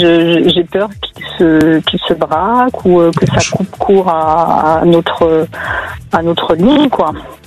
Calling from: Montpellier, Occitanie, France

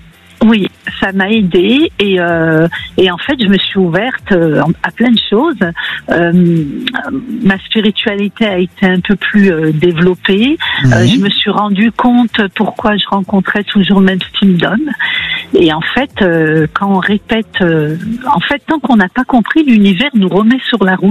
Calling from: Auvergne-Rhône-Alpes, France; de la région lyonnaise.

